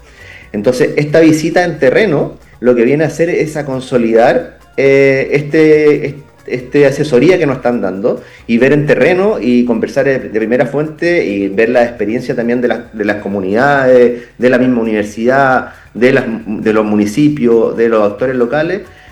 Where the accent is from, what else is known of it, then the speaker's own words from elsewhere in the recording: Chile; somos también de Chile